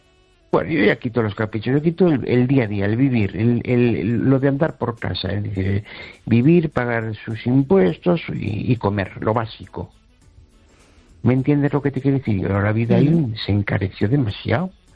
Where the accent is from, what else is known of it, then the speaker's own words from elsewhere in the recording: Amoeiro, Galicia, Spain; now in Tarragona, Spain; de Amoeiro, que hoy te habla, qué cosa más curiosa. Se me hace raro llamarte desde Tarragona.